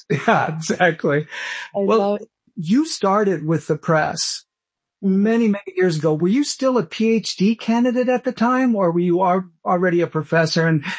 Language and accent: English; California, United States; now in El Paso, United States; I'm from California.